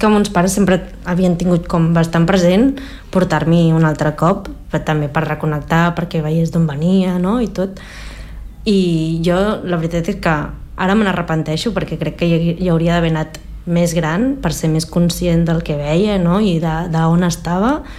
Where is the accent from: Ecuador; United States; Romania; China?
China; Changsha, Hunan; Catalan is a second language; La diferència, sobretot, entre la, o sigui, el meu poble d'origen, que és Changsha, i la capital de Beijing.